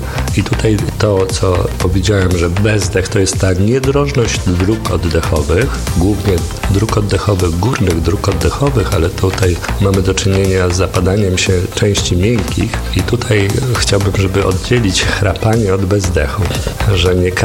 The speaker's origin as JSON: {"language": "Polish", "town": "Warsaw", "region": "Masovian Voivodeship", "country": "Poland", "tie": "born there"}